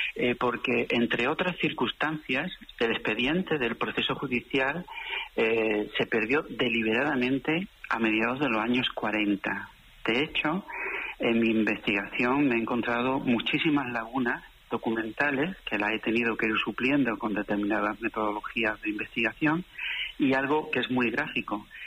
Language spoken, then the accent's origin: Spanish; Granada, Andalusia, Spain; también como granadino quiero expresar mi deuda de gratitud